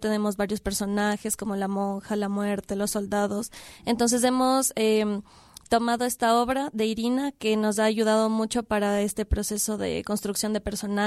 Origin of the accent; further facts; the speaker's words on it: Quito, Pichincha, Ecuador; Sí, somos varios jóvenes de Quito, somos alrededor de 15 personas que estamos en el elenco.